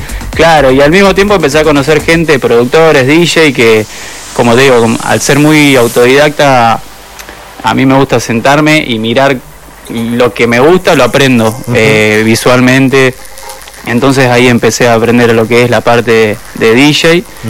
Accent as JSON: {"language": "Spanish", "town": "Colón", "region": "Buenos Aires Province", "country": "Argentina", "tie": "born or raised there", "lives_now": "Rosario, Argentina", "said": "Así es, mira, yo en Colón mi inicio fue tocar la guitarra desde muy chico, desde los 10 años"}